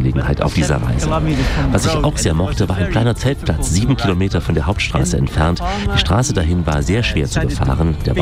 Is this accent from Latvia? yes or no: no; Netherlands; German is a second language; ich komme aus Niederlanden und ich fahre mit meinem Fahrrad hier.